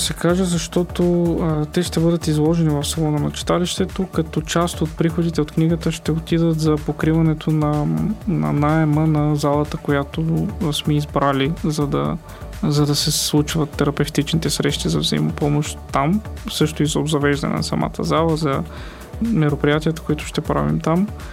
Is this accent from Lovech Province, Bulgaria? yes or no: yes; Lovech, Lovech Province, Bulgaria